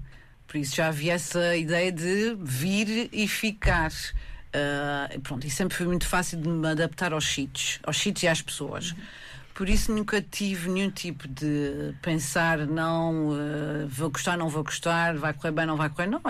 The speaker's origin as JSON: {"language": "Portuguese", "town": "Ponta Delgada", "region": "Azores", "country": "Portugal", "said": "Eu sou de São Roque."}